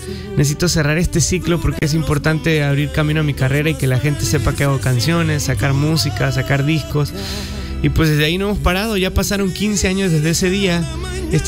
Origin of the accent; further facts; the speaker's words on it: Peru; moved away as an adult; now in Mexico; muy contento de estar en mi tierra otra vez. Siempre es lindo regresar al Perú.